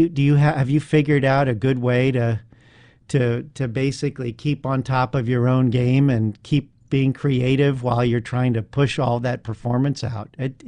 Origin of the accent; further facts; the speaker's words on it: Chapel Hill, North Carolina, United States; I was raised in Chapel Hill